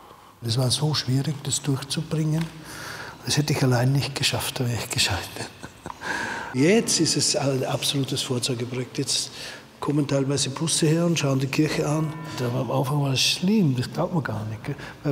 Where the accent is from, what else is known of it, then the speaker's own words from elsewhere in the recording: Nebelberg, Upper Austria, Austria; Das ist eigentlich mein Heimatort. Das heißt, wir haben ja in Österreich, das war ja eine kleine Gemeinde Nebelberg